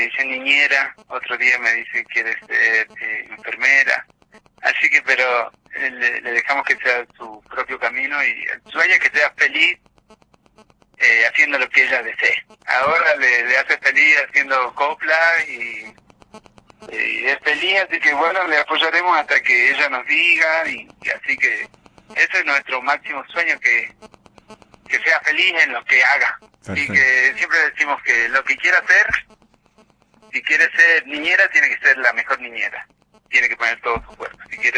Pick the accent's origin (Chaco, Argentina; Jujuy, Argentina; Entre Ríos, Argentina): Jujuy, Argentina; Abra Pampa; Nosotros somos bien Abra Pampeños, tanto yo como su mamá